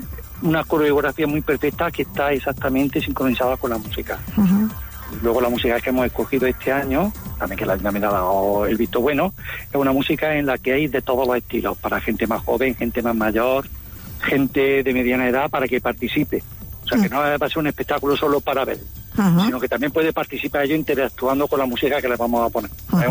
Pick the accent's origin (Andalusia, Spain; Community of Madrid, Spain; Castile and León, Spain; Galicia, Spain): Andalusia, Spain; Montilla; aunque yo personalmente soy de Montilla, pero todos los operarios son de aquí de la provincia de...